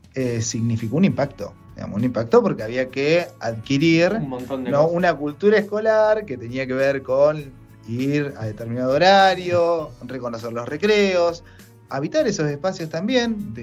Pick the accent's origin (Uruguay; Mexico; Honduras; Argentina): Argentina; Luis Beltrán, Río Negro; Nacido y criado en este pueblo, en Luis Beltrán